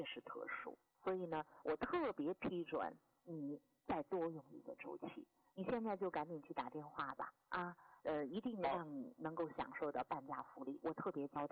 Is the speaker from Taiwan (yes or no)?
no; Tibetan areas, China; moved away; 那我小的时候是在藏区